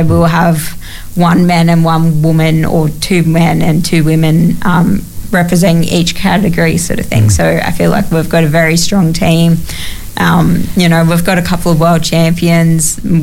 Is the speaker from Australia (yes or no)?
yes; Jervis Bay, New South Wales, Australia; growing up in Jervis Bay and that, the water has always been a part of my life and that sort of thing.